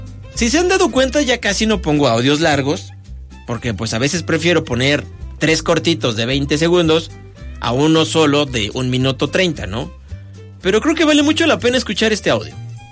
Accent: Monterrey, Nuevo León, Mexico; now in Querétaro, Mexico; tengo 2 años escuchándolo, soy regio, tengo 40 años y cumplí 15 viviendo en Querétaro.

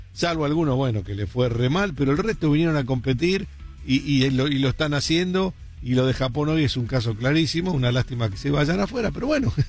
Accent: Argentina; Nosotros, los argentinos

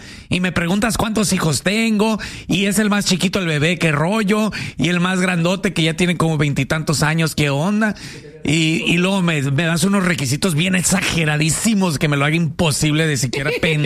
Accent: Culiacán, Sinaloa, Mexico; nosotros venimos de Culiacán, oiga.

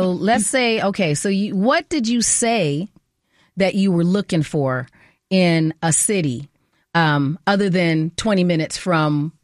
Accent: Phoenix, Arizona, United States; now in Minneapolis area, United States; I grew up in Phoenix, where things are far.

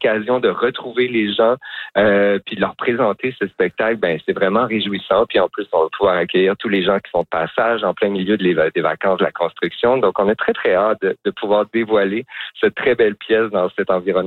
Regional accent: Quebec, Canada; comme je viens de la Gaspésie, ici, de la baie des chaleurs, ben pour moi, c'est vraiment, un moment super important au sens où ben, c'est ici que j'ai appris à faire du théâtre

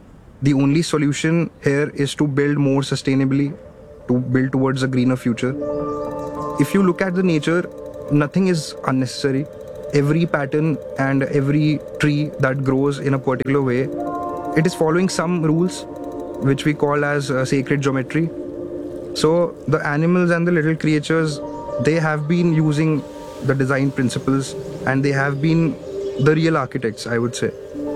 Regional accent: Dehradun, Uttarakhand, India; now in Delhi, India; I am from Dehradun, which is like a valley, and it is close to the Himalayas. It's all very green and very, very beautiful.

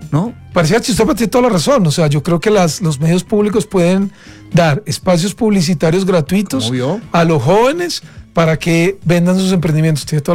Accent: Río Caldas, Caldas, Colombia; Yo soy, digamos, de región, o sea, yo no soy de Bogotá, yo soy de un pueblo que se llama Río Caldas y soy caldense, es decir, yo soy de provincia.

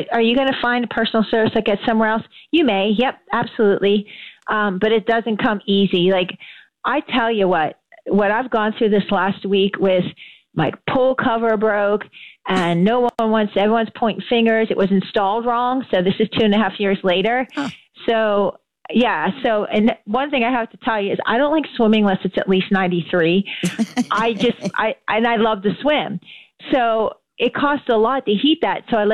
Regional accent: North, United States

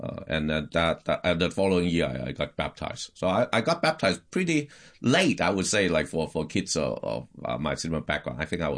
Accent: Hong Kong; So I was born and raised in Hong Kong, back then it was, now it's a Chinese, what they call special administrative region, but back then it was a British colony.

